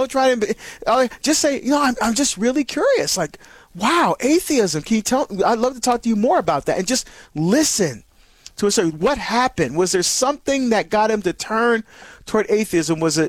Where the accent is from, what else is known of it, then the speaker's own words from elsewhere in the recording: New Jersey, United States; moved away; my home state of New Jersey.